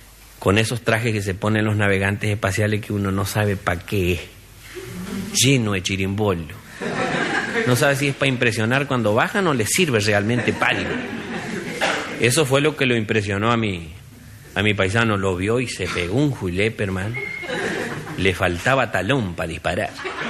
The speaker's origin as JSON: {"language": "Spanish", "region": "Chaco", "country": "Argentina", "moved": "yes", "lives_now": "Buenos Aires, Argentina", "said": "cuando recién llegué del Chaco a esta aventura de intentar contarle a Buenos Aires las cosas que nos hacían sonreír a los provincianos, y desde Buenos Aires al resto de mis hermanos provincianos del país"}